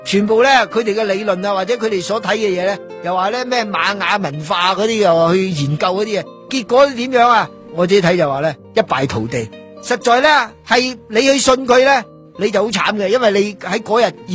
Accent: China; 有时我哋中国人都諗下啦

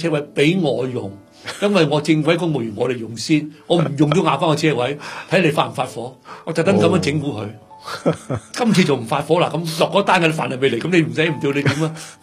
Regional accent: China; 点解大家有个中国人嘅社会，点解你基督西方文化点解入侵我中国人嘅思想？

